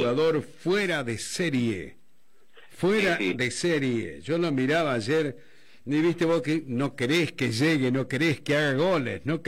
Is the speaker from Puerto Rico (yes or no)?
no; Argentina; Me duele como argentino decirlo.